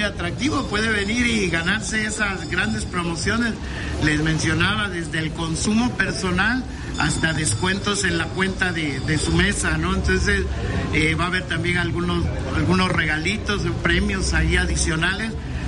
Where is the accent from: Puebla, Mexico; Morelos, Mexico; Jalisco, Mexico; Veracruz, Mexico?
Veracruz, Mexico; como somos los mexicanos y sobre todo los jarochos.